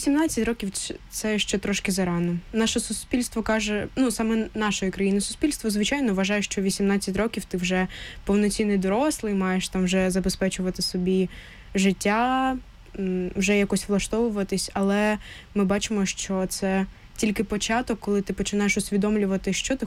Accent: Sloviansk, Donetsk Oblast, Ukraine; Слов'янськ. Угу. Я зі Слов'янська, так.

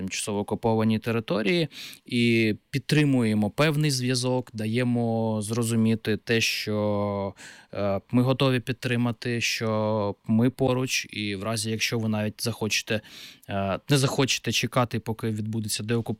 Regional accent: Kurakhove, Donetsk Oblast, Ukraine; born or raised there; moved away

